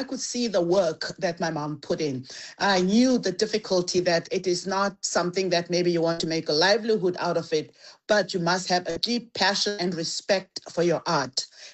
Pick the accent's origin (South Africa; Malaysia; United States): South Africa; Thokoza, Gauteng; now in Canada; I was raised in Thokoza, in the East Rand at Thokoza, not Soweto. Let's give East Rand an applause.